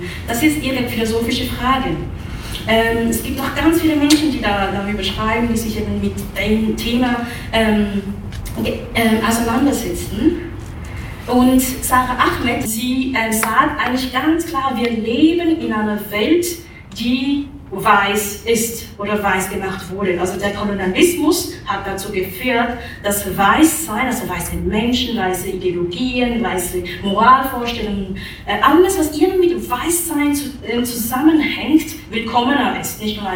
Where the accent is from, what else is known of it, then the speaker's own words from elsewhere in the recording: Zurich, Switzerland; ich bin aus Zürich, ich bin im Zürcher Unterland aufgewachsen, in der Nähe von Winterthur tatsächlich